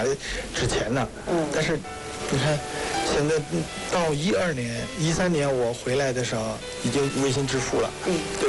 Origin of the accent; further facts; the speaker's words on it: Myanmar; Chinese is a second language; 这种的话，我们缅甸人看着就会感觉哇，这个很好。